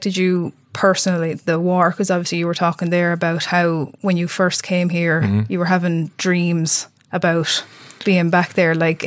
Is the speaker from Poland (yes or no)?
no; Kilkenny, Leinster, Ireland; I'm from the next town over. I'm from Kilkenny